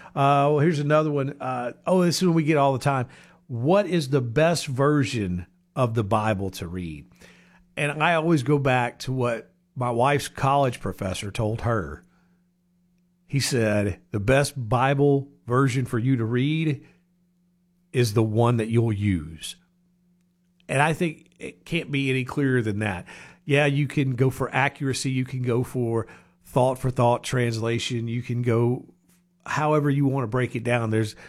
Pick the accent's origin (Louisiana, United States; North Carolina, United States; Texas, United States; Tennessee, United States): Louisiana, United States; moved away; I grew up and was born and raised in Louisiana